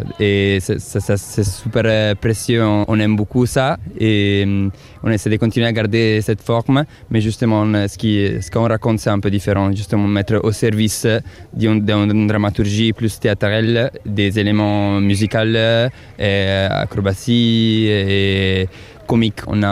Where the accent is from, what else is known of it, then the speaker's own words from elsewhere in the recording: northern Italy, Italy; Moi je viens d'Italie aussi, du nord d'Italie.